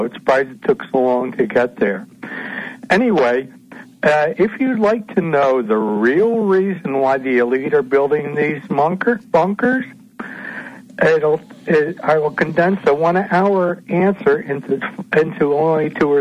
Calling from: New Jersey, United States; I am the grizzled old geezer from New Jersey.

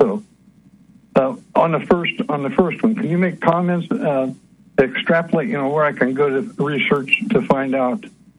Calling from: Ohio, United States

